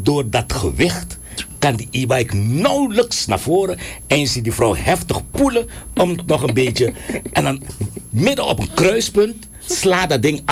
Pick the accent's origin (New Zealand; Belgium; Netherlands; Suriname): Suriname